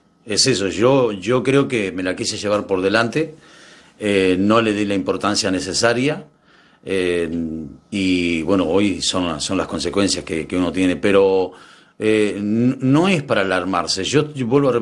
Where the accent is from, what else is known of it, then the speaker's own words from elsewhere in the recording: General Villegas, Buenos Aires Province, Argentina; moved away; acá en el Hospital Municipal de General Villegas, en mi pueblo.